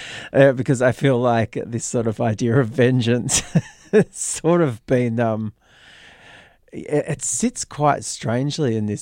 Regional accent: Melbourne, Victoria, Australia; I'm born and bred in Melbourne, Boonerong country, and living on Wurundjeri country.

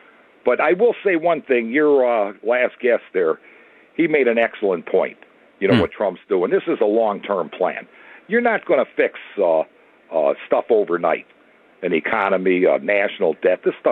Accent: United States; one of the greatest moments I think I've seen as an American was in Washington at that event

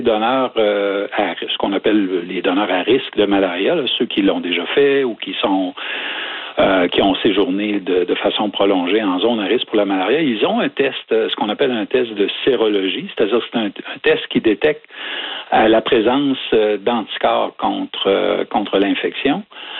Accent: Canada

